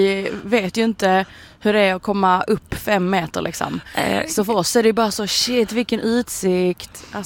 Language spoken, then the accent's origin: Swedish; Malmö, Skåne, Sweden; Jag är uppvuxen i Kirseberg